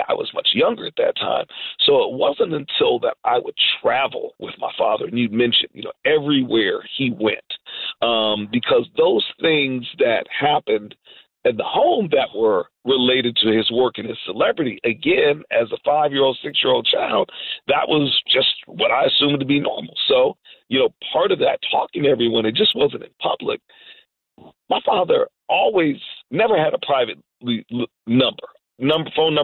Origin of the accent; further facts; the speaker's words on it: Plymouth, Massachusetts, United States; also born or lived in Chicago, Illinois; most of us were born in Chicago, and being the youngest, it was about a month after I was born that we moved all the way from Chicago, Illinois, the city with the largest numbers-wise black population in the country, to Plymouth, Massachusetts.